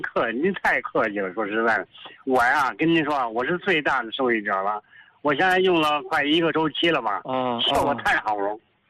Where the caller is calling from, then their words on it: Shijiazhuang, Hebei, China; 我是河北石家庄的一个朋友，一个老患者了。